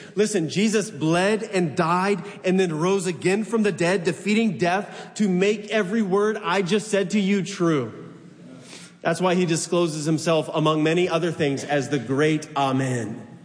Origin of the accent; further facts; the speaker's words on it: United States; we in America, and as American Christians